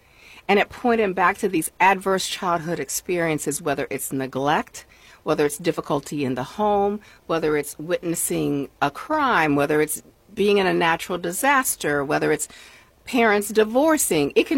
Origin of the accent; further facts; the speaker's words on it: Indiana, United States; moved away as an adult; I'm from Indiana.